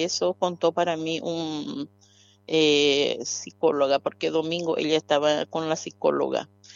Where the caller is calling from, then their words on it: Brazil; Yo vivo en Brasil